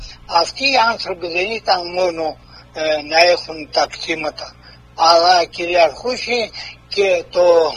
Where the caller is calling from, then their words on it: Thessaly, Greece; εγώ είμαι από τη Θεσσαλία